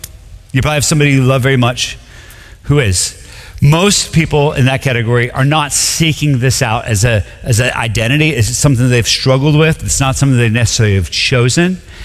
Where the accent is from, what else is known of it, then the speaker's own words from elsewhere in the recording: Bogota, Bogotá, Colombia; moved away; I'm from Colombia, South America. I don't know if you knew that. I'm like the whitest looking dude ever, but like I'm from Bogota, Colombia.